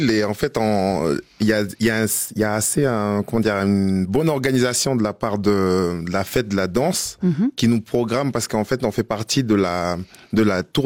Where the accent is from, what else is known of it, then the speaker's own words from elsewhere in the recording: New Caledonia; Alors moi, je viens de la Nouvelle-Calédonie, c'est dans le Pacifique, c'est à côté de l'Australie, et je fais partie du peuple mélanésien.